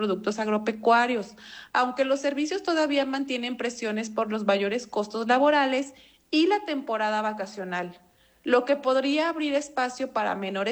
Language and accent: Spanish; Mexico